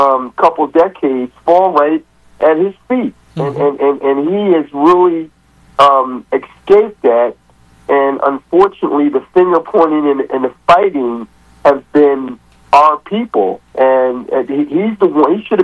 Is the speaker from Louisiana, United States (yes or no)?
no; Philadelphia, Pennsylvania, United States; moved away as an adult; now in Columbus, United States; I'm actually from Philly, though.